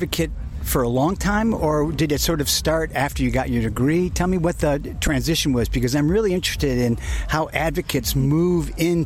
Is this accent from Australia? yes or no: no; Los Angeles, California, United States; You know, I'm from Los Angeles, and lots of times kids can't ride